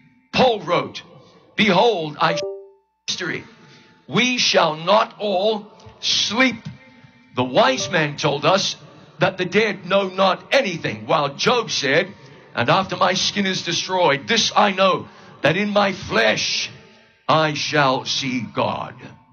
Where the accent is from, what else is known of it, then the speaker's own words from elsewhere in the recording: New Zealand; moved away; my home country of New Zealand